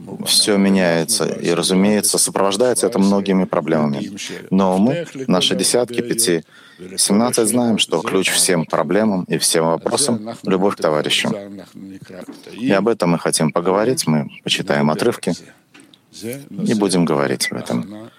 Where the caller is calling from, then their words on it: Petah Tikva, Central District, Israel; Мы 17-я десятка из Петахтыка.